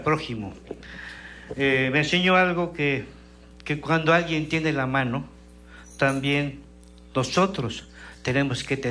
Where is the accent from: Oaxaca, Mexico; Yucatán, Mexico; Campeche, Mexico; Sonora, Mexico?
Campeche, Mexico; also born or lived in Mexico City; Soy exhabitante de la Casa del Estudiante Campechano, Cincinnati 25.